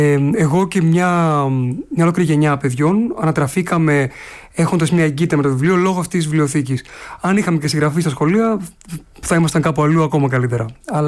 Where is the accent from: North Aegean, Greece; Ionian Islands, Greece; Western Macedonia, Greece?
Western Macedonia, Greece; Velventos; εγώ στο Βελβεντό που γεννήθηκα και μεγάλο Βελβεντό Κοζάνης